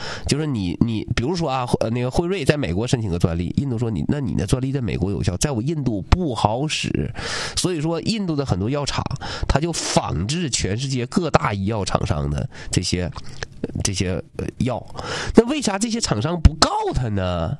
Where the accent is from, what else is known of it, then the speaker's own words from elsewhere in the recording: Liaoyuan, Jilin, China; 比如说我辽源人